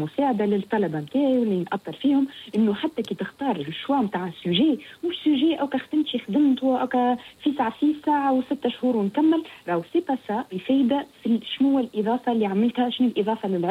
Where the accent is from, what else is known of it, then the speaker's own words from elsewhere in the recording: Tunisia; اللي عندنا في تونس